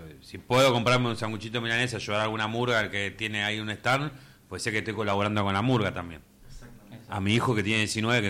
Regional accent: Buenos Aires, Argentina; yo que soy de zona norte, soy de Villa Urquiza

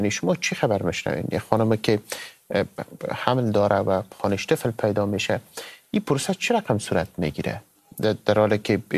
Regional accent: Afghanistan; ما از افغانستان هستیم

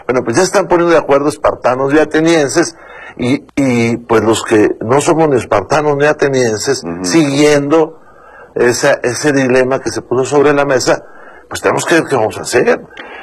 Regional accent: Saltillo, Coahuila, Mexico; No, fíjate que Saltillo tiene muy buen clima, pero yo vivía en la calle de Abasolo, que en aquel entonces era, digamos, la última calle de la ciudad con pavimento, cuando yo era niño

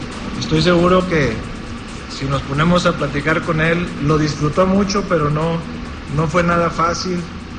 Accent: Monterrey, Nuevo León, Mexico; Los que somos regiomontanos, de Nuevo León, de la región

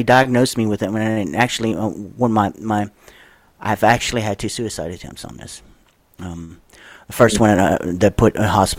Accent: Louisiana, United States; born or raised there

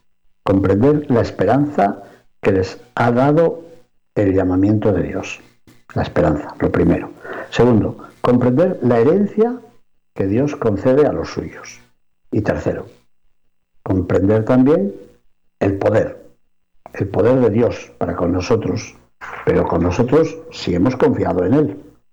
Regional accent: León, Castile and León, Spain; Recuerdo una miniatura que se conserva en el museo de la Colegiata de San Isidoro en León, en mi ciudad natal

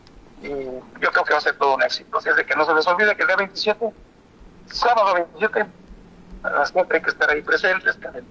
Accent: Mexico; Soy mexicano, me gana corazón, es un orgullo ser mexicano

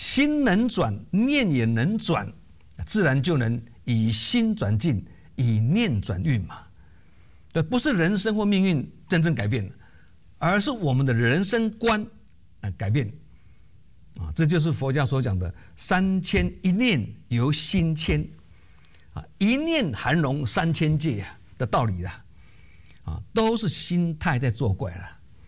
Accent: Keelung, Taiwan; 以前我小时候呢，我老家是在基隆，那基隆各位都知道郊外有一个滨海公路嘛，沿海有很长的海岸线，依山傍水啊，一边是山一边是水啊，海景秀丽啊。

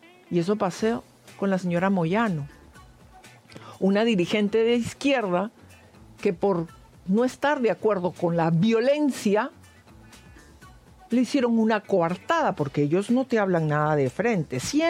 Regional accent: Peru; moved away

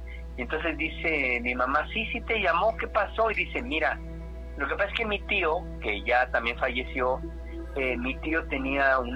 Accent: Mexico City, Mexico; de la Ciudad de México.

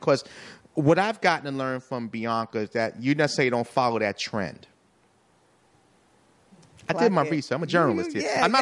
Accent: New York, United States; I want to go back to growing up in New York, because we're all from New York here. Three or four of us are from the Bronx, the borough itself.

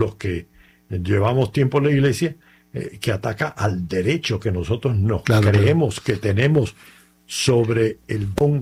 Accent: Cuba; yo que soy cubano

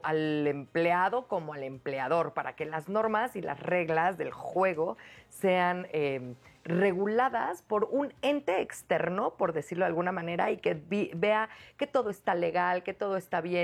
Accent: Mexico; si lo queremos ver como mexicanos

